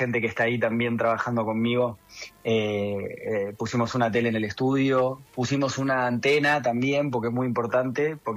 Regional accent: Argentina; Siendo argentino

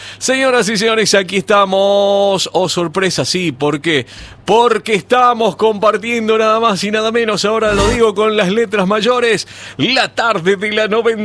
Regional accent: Argentina; Nosotros somos argentinos. Apenas podemos hablar en castellano.

